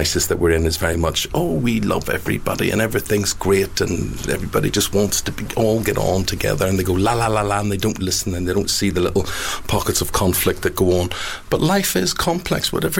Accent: Northern Ireland, United Kingdom; being a Catholic growing up in Northern Ireland didn't mean you were a Republican

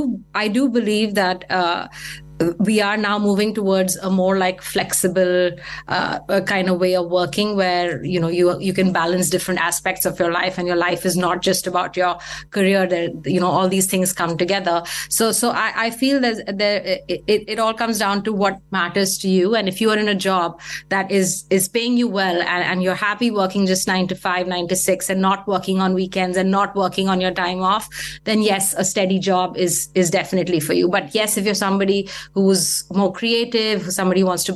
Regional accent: New Delhi, Delhi, India; moved away as an adult; now in London, United Kingdom; So I am originally from New Delhi, India. I lived there all my life.

